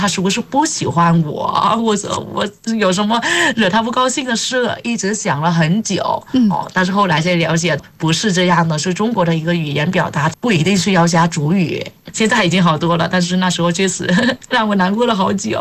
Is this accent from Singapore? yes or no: no; Vietnam; Chinese is a second language; moved away as an adult; now in Beijing, China; 在越南的时候